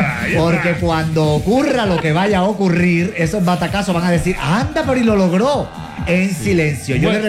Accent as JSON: {"language": "Spanish", "town": "Cartagena", "region": "Bolívar", "country": "Colombia", "tie": "born or raised there", "said": "pero también mi adolescencia fue en Las Gaviotas. Y cuando uno viene de abajo, uno ha recorrido bastantes barrios."}